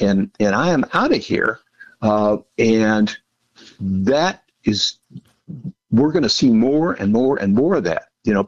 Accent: Illinois, United States; I grew up poor and in Southern Illinois. I know what being poor is.

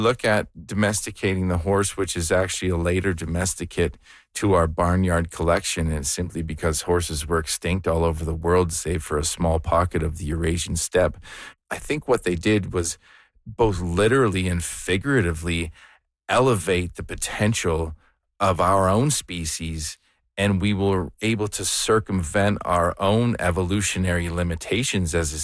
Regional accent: Sarnia, Ontario, Canada; also born or lived in Hamilton, Ontario; now in Colorado, United States; So I'm from Canada originally. I'm born in Hamilton and raised in Sarnia, Ontario.

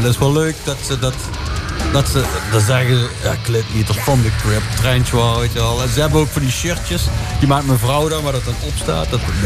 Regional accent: Limburg, Netherlands; Ik kom uit Noord-Limburg. En dat is een beetje een broedplaats van best wel extreme metal.

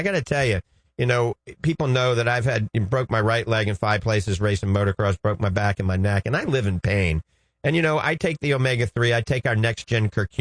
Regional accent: New Orleans, Louisiana, United States; accent: New Orleans; I promise, my New Orleans accent is going to come out right now.

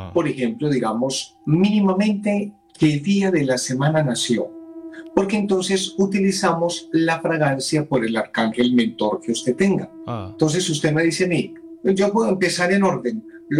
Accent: Medellín, Antioquia, Colombia; Yo soy de Medellín, Medellín.

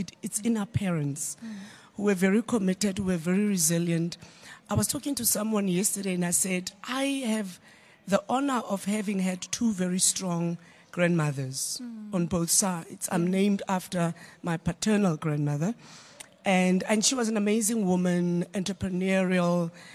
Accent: Johannesburg, Gauteng, South Africa; So the reality is that I grew up in Rockville in Soweto.

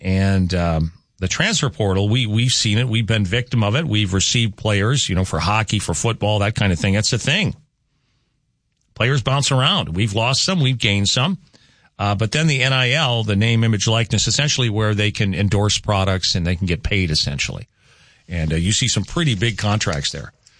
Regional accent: Crookston, Minnesota, United States; Growing up in Crookston, we used to go to the candy store called Widman's, and we used to get old-fashioned Cokes with chocolate syrup.

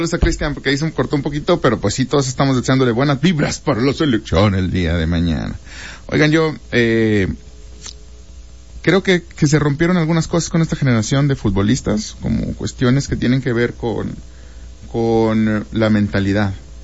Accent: Mexico; cuando digo que soy de México

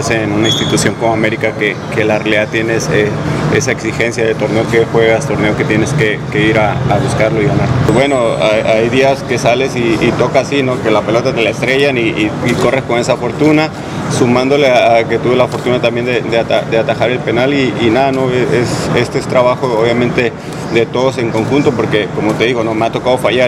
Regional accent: Mexico; Contento porque somos los cuatro mexicanos y que el campeón obviamente se va a ir a México

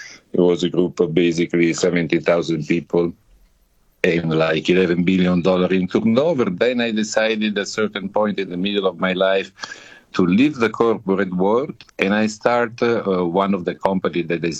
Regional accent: Italy; born there; English is a second language; also born or lived in India; So basically, as you can guess from my name and my accent, I was born in Italy, where I studied business administration.

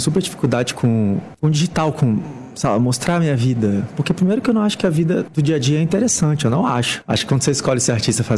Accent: Brazil

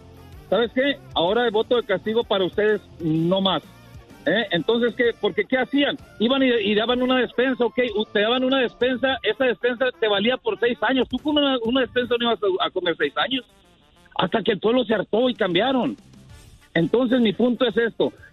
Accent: Mexico; Yo soy más mexicano que los nopales.

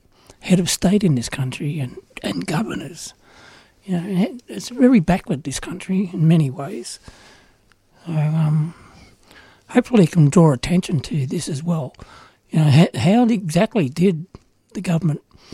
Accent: Australia

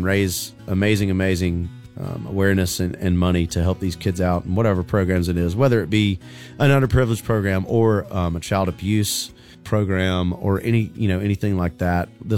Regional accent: Tullahoma, Tennessee, United States; the kids in my hometown of Tullahoma, Tennessee, and surrounding towns.

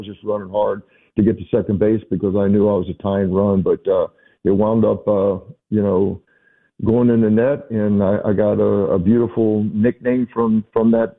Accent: Florida, United States; Florida. You know, I grew up in Florida.

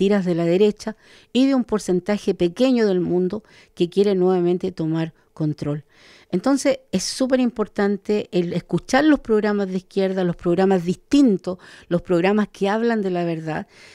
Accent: Chile; desalojar a mi pueblo, al pueblo mapuche, de sus tierras recuperadas

